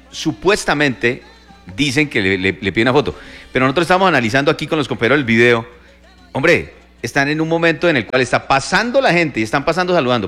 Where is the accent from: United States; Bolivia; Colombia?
Colombia; como colombianos que somos